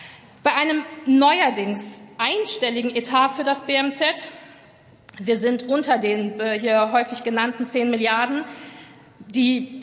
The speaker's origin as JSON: {"language": "German", "region": "North Rhine-Westphalia", "country": "Germany", "said": "Ich möchte Ihnen diese Debatte vielleicht mal eine Perspektive aus meinem Heimatland NRW einbringen."}